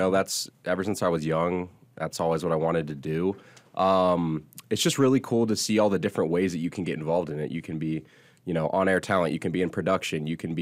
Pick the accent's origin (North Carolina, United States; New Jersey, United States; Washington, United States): North Carolina, United States; Charlotte; I'm from Charlotte, North Carolina.